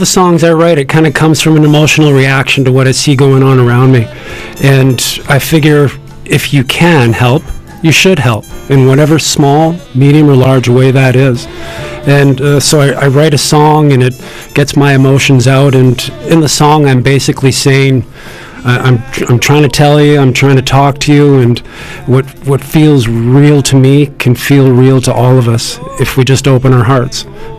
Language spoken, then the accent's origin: English; British Columbia, Canada; now in Alberta, Canada; Okay, well, I'm a true Canadian, and I've been in Alberta for about 35 years, actually born and raised in the Lower Mainland, BC